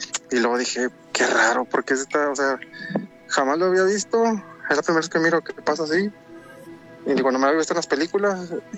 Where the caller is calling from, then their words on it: Tamaulipas, Mexico; Ok, bueno, sí … de Tamaulipas.